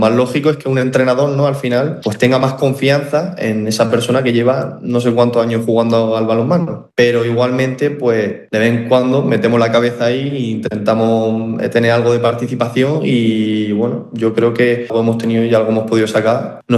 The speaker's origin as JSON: {"language": "Spanish", "town": "Almería", "region": "Andalusia", "country": "Spain", "said": "como los dos somos de Almería"}